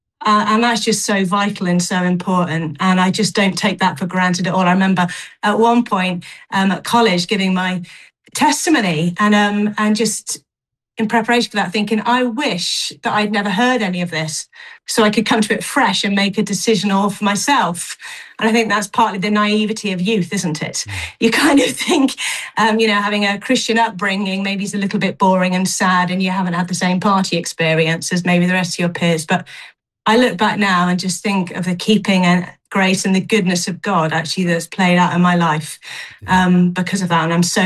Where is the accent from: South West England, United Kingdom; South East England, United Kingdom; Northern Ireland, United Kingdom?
South West England, United Kingdom; Exeter; born there; moved away as an adult; also born or lived in Bristol / Penzance; now in Cardiff, United Kingdom; I'm a Southwest girl, really. I had my teenage years in Exeter. We spent most of our early married life in Bristol and then in Penzance, Cornwall